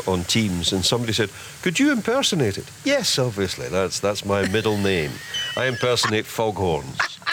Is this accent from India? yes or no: no; Tory Island, Ulster, Ireland; born there; I was born in Tory.